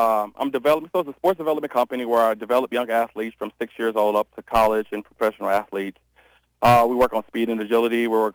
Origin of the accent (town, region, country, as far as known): East St. Louis, Illinois, United States